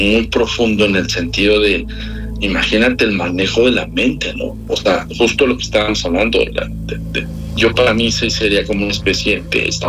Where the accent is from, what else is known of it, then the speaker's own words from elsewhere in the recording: Mexico; ni siendo mexicano, soy así como, claro, idiático.